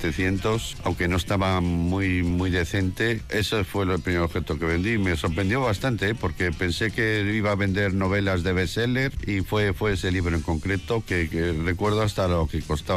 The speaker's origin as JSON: {"language": "Spanish", "town": "Bilbao", "region": "Basque Country", "country": "Spain", "tie": "born or raised there", "said": "Como bilbaíno, nacido en Bilbao, pues uno está enamorado de ciertos lugares. A mí la Plaza Nueva, ya tengo que venía desde pequeñito y conozco bien esta zona"}